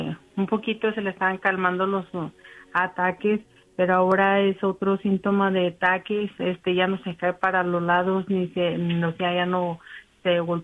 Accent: Miguel Auza, Zacatecas, Mexico; porque yo soy de Miguel Auza, Zacatecas, Pedrito, y ahorita se está inundando, Pedrito

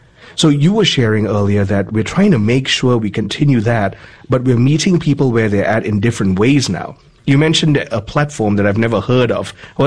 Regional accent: Kuala Lumpur, Malaysia; So I grew up just a little bit south of you. I grew up in Kuala Lumpur, Malaysia, which, you know, it's not too far away

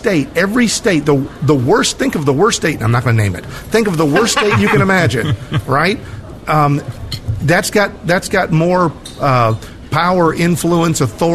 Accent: United States; born there

